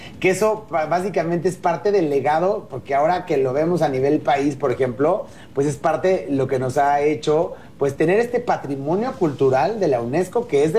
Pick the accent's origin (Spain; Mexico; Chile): Mexico; nosotros porque somos mexicanos, nosotros porque nos encantan las enchiladas